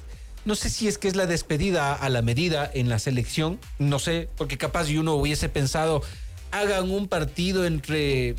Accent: Ecuador; yo soy bien ecuatoriano

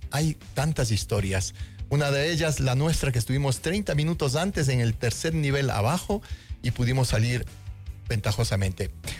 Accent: Ecuador

